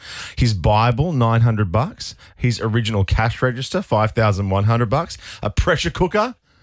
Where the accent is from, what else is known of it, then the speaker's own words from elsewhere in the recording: Hobart, Tasmania, Australia; now in Sydney, Australia; We're growing up in Hobart, we had sleet a lot.